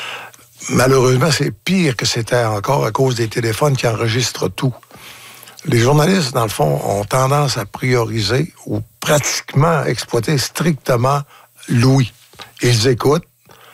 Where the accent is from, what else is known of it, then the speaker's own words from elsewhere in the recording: Falardeau, Quebec, Canada; Je viens de Falardeau.